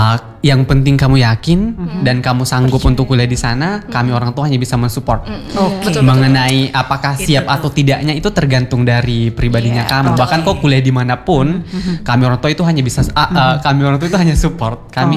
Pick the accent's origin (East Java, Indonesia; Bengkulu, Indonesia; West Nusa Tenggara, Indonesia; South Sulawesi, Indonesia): South Sulawesi, Indonesia; Apalagi kan saya ini jauh dari Universitas Tadulako, saya dari Sulawesi Selatan.